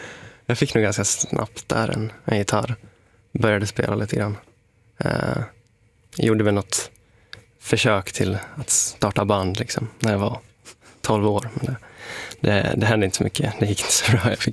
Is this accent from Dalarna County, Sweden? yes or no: yes; Borlänge, Dalarna County, Sweden; Jag växte upp i Kvarnsveden.